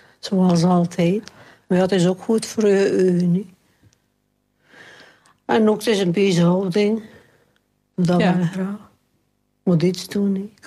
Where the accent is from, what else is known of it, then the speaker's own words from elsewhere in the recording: Oudenburg, West Flanders, Belgium; also born or lived in Westkerke; Ja, ik ben van Oudenburg.